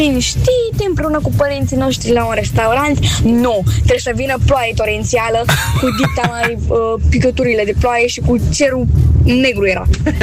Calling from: Constanța, Constanța County, Romania; Eu sunt … din Constanța, am 11 ani

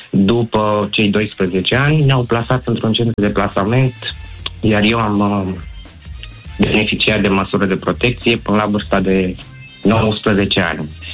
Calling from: Buzău, Buzău County, Romania; Adică eu sunt din Buzău, de fel.

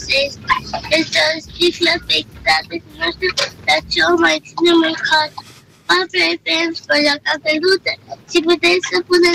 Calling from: Brașov, Brașov County, Romania; din Brașov. Am 6 ani.

